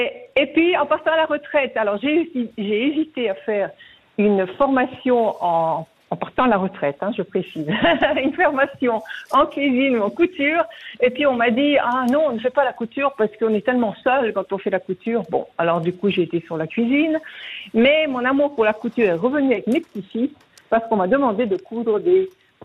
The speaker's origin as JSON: {"language": "French", "country": "France", "said": "En France, puisque je suis française d'origine, je recherche les magasins de mon enfance, je les trouve plus."}